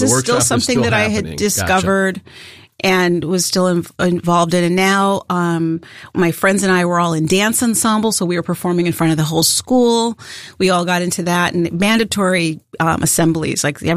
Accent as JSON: {"language": "English", "town": "Santa Monica", "region": "California", "country": "United States", "tie": "born or raised there", "said": "I grew up in Santa Monica, California."}